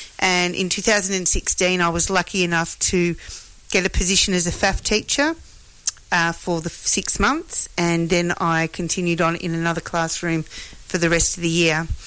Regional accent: Cockatoo, Victoria, Australia; moved away; I'm from Victoria, a town called Cockatoo

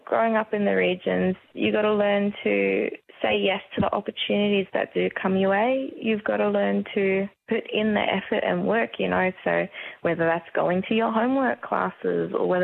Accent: Broome, Western Australia, Australia; also born or lived in Perth; I grew up in Broome for a large portion of my life. After I was born in Boorloo, Perth, we made the very big journey up the coast of WA, and I spent from pre-primary all the way up to about year 8 there.

